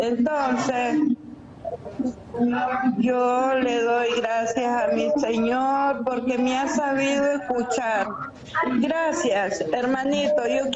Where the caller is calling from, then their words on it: León, Nicaragua; Sí, aquí estoy llamando de Nicaragua, de León.